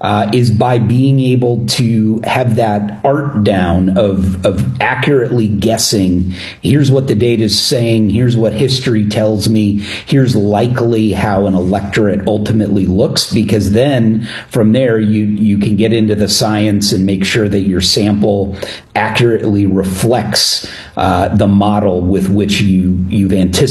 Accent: Illinois, United States; in a state like, I'll use my home state, Illinois, for this one

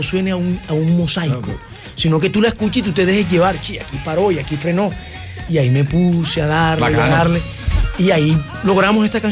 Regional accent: Santa Marta, Magdalena, Colombia; also born or lived in Aracataca; Yo soy de Aracataca, Magdalena, pero de los 4 años vivo en Santa Marta.

